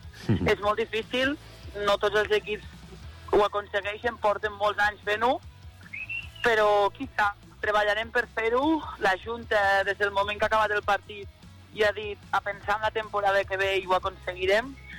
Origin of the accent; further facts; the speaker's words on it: Catalonia, Spain; estem formades per jugadores d'aquí, som catalanes, la gran majoria